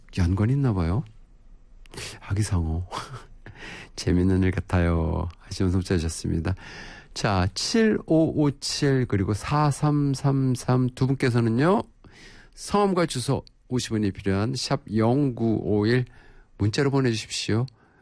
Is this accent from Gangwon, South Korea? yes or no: yes; Donghae, Gangwon, South Korea; moved away; 강원도 동해 바다 놀러 갔죠. 제 고향이기도 한 곳에 가서